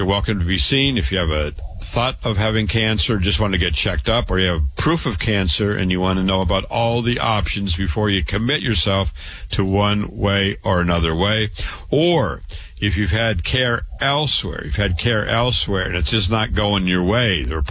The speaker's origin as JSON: {"language": "English", "town": "Waterloo", "region": "Iowa", "country": "United States", "tie": "born or raised there", "said": "I was born and raised in Waterloo, Iowa."}